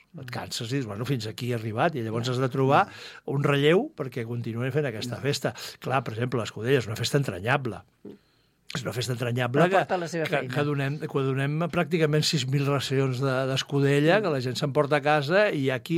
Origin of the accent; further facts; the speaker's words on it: Cubelles, Catalonia, Spain; A veure, jo vinc del poble de Cubelles.